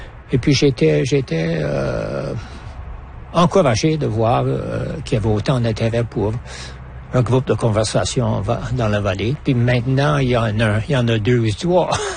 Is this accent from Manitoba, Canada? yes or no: yes; Mariapolis, Manitoba, Canada; C'était Mariapolis au Manitoba, c'est dans la région de la montagne, au sud-ouest de Winnipeg. Okay. Fait que j'ai toujours beaucoup de parenté au Manitoba, oui.